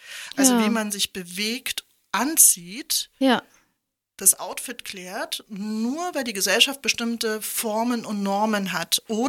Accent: eastern Germany, Germany; Ich bin ja im Osten groß geworden, also die ganzen Mütter haben gearbeitet, also bis auf, was weiß ich, 5%.

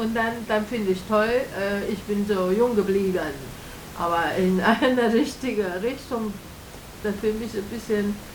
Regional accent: Taiwan; German is a second language; moved away; ich komme aus Taiwan

